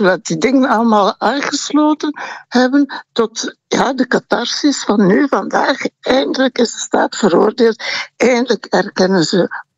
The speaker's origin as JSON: {"language": "Dutch", "country": "Rwanda", "lives_now": "Belgium", "said": "Nee, maar ik ben een metis uit Rwanda."}